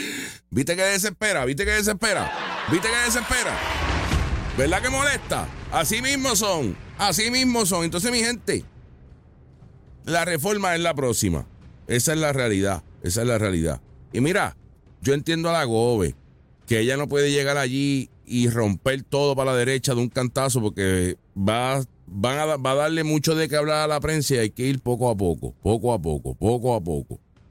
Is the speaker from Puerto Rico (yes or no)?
yes; Puerto Rico; Y es de allá de mi pueblo, de Calley.